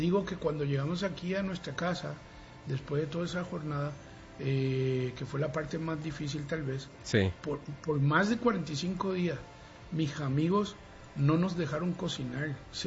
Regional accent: Puerto Rico; also born or lived in Venezuela; Venezuela, aunque me crié en Puerto Rico

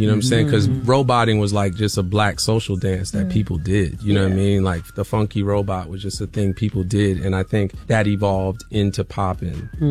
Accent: East Coast, United States; now in Los Angeles, United States; because I'm from the East Coast, so I'm thinking LA is what I saw on TV, and then I move out there

